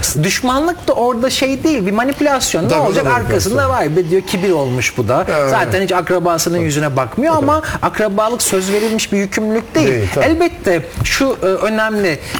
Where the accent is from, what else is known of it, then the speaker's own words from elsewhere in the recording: Ankara, Turkey; moved away; Ankara memleketim.